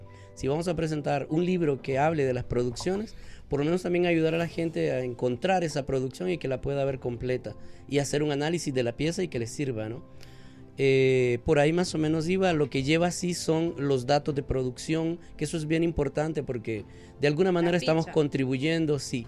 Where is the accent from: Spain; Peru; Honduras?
Honduras; para como hondureños, porque en realidad también previo a eso habían grabaciones sobre Honduras